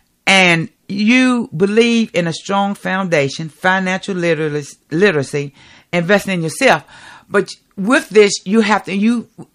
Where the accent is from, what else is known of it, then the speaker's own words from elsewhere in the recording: Danville, Virginia, United States; I was raised in Cardinal Village. I graduated in 1984 from George Washington High School. We are the 1982 AAA State Football Champions.